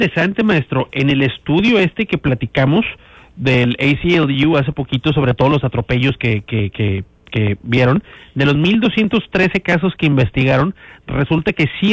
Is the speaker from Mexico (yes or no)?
yes; Mexico; now in United States; yo como mexicano, me da gusto que México está haciendo punta de lanza